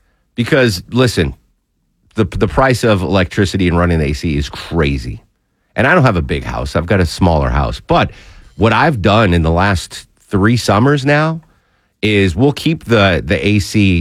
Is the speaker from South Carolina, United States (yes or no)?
no; Connecticut, United States; moved away; I grew up in Connecticut, we didn't have central air conditioning.